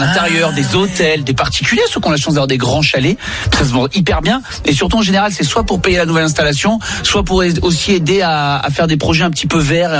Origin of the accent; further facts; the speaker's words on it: South, France; Gérald, tu sais que je suis supporter de l'OM parce que je suis du Sud